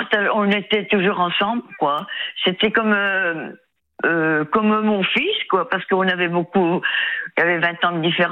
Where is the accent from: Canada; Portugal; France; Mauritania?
France; Saint-Nazaire, Pays de la Loire; Oui, voilà, Saint-Nazaire, oui.